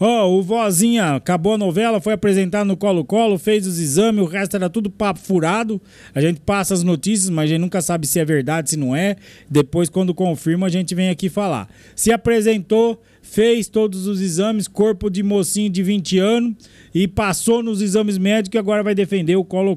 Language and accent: Portuguese; Brazil; Mas a minha infância inteira, eu cresci ali naquela esquina, ali no Mercadão Primavera